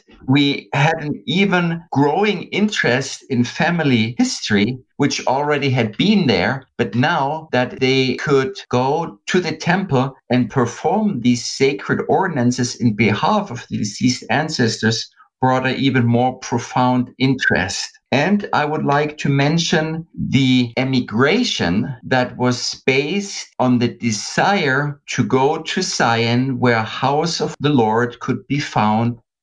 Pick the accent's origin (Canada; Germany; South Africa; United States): Germany; West Germany; Ray, you might know that I'm from the West.